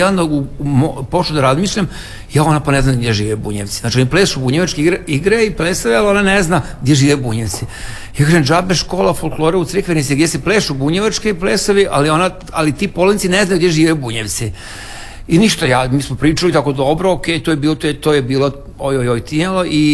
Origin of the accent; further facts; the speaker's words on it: Vojvodina, Serbia; Ja sam iz Vojvodine, selo Tavanko kod Subotice